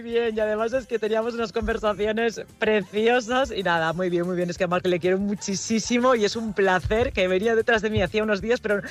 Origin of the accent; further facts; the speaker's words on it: Valencian Community, Spain; yo soy de Baiduxó, que es un pueblo que está rodeado de montañas y que tiene el mar muy, muy, muy, muy cerquita, en Moncófar, Chilches, Burriana, Nules, ¿no?